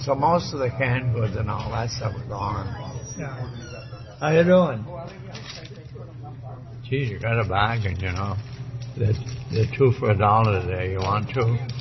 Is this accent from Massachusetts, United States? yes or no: yes; West Groton, Massachusetts, United States; I was born in West Groton. I'm a native. And I'm one of 11 children.